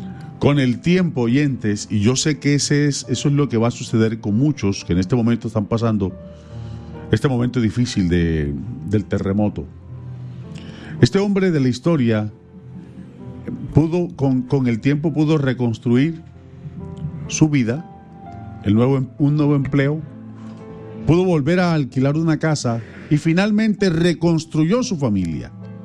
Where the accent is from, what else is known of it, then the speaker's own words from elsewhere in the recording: Colombia; nos levantamos como grandes colombianos resilientes que somos.